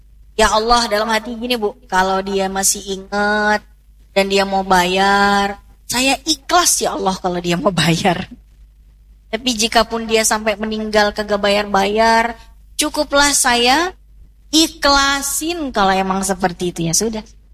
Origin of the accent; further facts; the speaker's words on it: Java, Indonesia; now in Jakarta, Indonesia; saya sebetulnya orang Jawa tapi lama di Betawi.